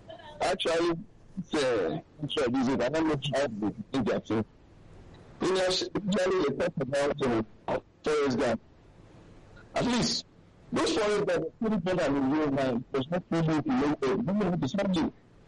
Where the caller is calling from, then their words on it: Nigeria; I'm calling from Jobega.